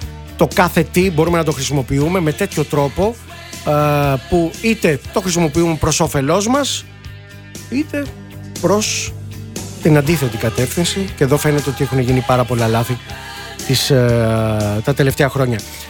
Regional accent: Molaoi, Peloponnese, Greece; στο χωριό μου στους Μολάους.

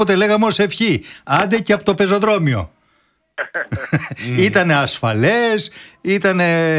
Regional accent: Greece; εμείς κάτι υποψιαζόμαστε ως Έλληνες

